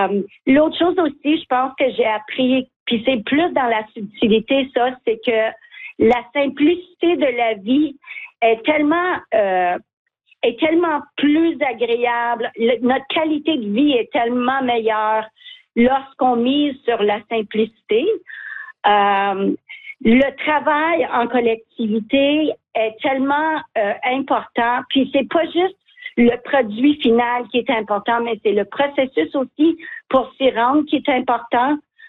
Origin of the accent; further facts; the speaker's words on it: Mattawa, Ontario, Canada; moved away; moi, je viens de Matawa.